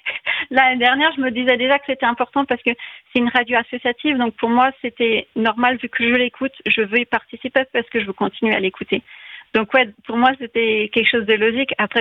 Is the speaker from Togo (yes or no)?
no; France; on est français tous